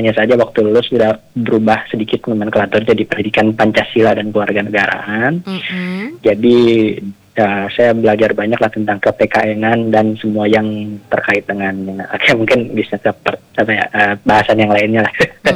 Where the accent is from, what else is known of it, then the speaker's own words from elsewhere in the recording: Bandung, West Java, Indonesia; karena saya orang Bandung juga.